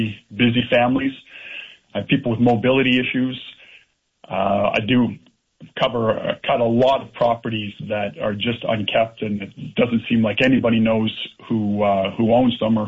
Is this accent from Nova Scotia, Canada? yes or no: yes; Nova Scotia, Canada; moved away; I'm originally from Nova Scotia. I don't know if that means anything. Normally means I'm a little chattier than other folks.